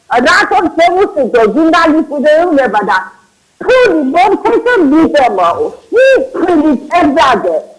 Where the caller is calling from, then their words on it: Abkhazia, Georgia; აფხაზეთიდან ვარ, სვადასოლის აფხაზეთიდან.